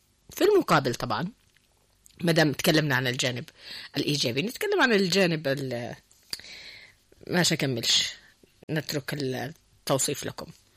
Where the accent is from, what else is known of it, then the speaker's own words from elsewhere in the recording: Yemen; أنا كيمنية يعني